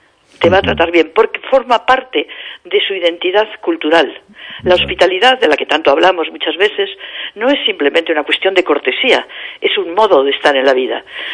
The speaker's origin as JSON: {"language": "Spanish", "country": "Spain", "said": "lo que yo esperaría como española"}